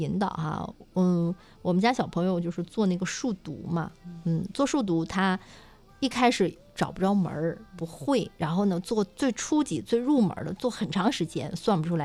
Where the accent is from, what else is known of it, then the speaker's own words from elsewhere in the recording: China; 我们中国人是比较含蓄的哈